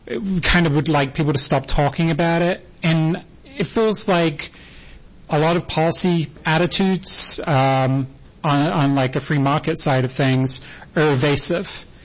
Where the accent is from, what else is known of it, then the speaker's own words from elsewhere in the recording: England, United Kingdom; I grew up in England. It's probably somewhat noticeable from my accent.